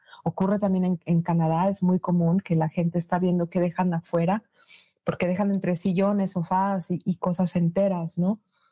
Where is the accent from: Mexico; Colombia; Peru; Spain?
Mexico; northern Mexico; now in United States; en lugares de donde yo vengo en el norte